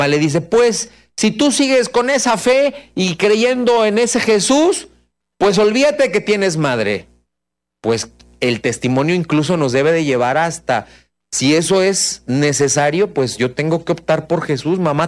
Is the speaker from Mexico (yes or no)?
yes; Mexico; Los colombianos dicen chistes verdes y los mexicanos decimos chistes rojos. Aquí todos somos mexicanos o tenemos raíces mexicanas, ¿no?